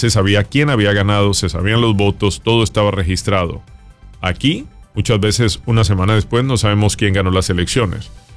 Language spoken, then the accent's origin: Spanish; Colombia; now in United States; yo soy colombiano